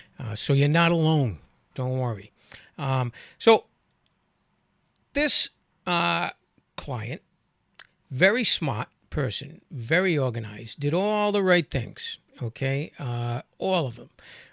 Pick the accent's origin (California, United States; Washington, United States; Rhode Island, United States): Rhode Island, United States; accent: Rhode Island; So I try my hardest to not project my Rhode Island accent, I guess.